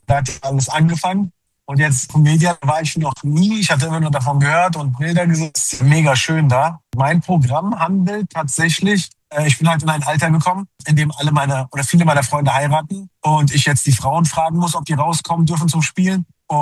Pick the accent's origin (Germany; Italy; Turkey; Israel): Turkey; Nein, ich bin Türke.